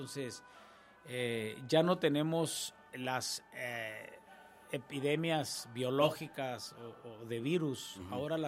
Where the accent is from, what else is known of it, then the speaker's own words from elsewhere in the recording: Las Varas, Mexico; ahí en Las Varas, en mi pueblo